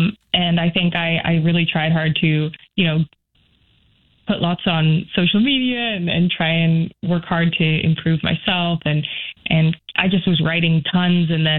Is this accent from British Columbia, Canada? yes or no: yes; British Columbia, Canada; moved away; I think, you know, just being in the amount of immense nature and everything in Vancouver Island has been so special to me and such a huge part of my childhood.